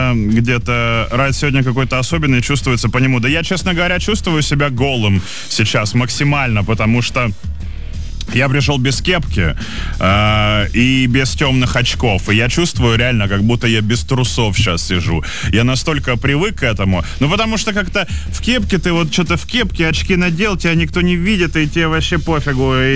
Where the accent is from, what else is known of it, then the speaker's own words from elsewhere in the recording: Saint Petersburg, Russia; я из Питера.